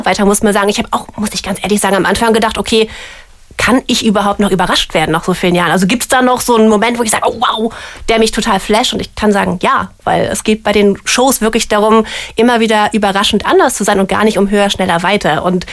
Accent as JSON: {"language": "German", "town": "Bonn", "region": "North Rhine-Westphalia", "country": "Germany", "tie": "born or raised there", "said": "Ich bin selber auch Rheinländerin, Urbonnerin."}